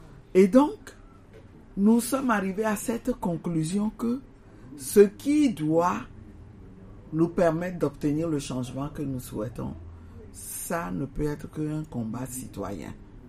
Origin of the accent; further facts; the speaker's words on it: Lomé, Maritime, Togo; je viens d'Agbalépédo aussi